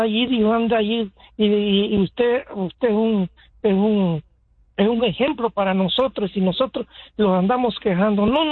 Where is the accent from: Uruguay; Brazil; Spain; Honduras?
Honduras; Mire, Mayrita, yo fique, yo soy de Honduras